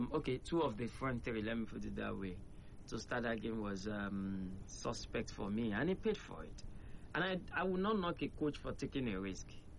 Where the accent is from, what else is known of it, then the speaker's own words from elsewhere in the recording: Nigeria; Maybe because I'm a Nigerian, I'm seeing it differently.